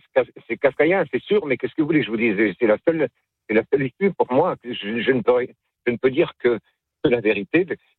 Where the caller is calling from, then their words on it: La Seyne-sur-Mer, Provence-Alpes-Côte d'Azur, France; À côté de Toulon, à la Seyne-sur-Mer. À 3 km de Toulon.